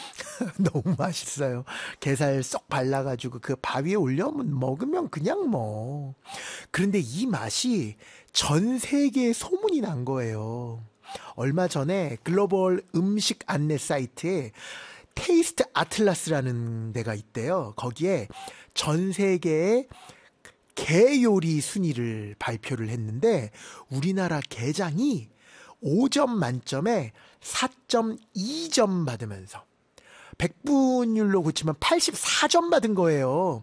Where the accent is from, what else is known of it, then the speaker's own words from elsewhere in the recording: South Korea; 대한민국 사람으로서 정말 뿌듯하지 않으십니까?